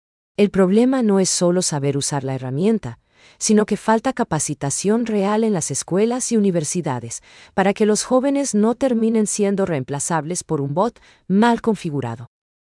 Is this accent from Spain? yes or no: no; Paraguay; ¿Estamos preparados nosotros como paraguayos para aprovechar estas herramientas o nos vamos a quedar mirando cómo otros avanzan?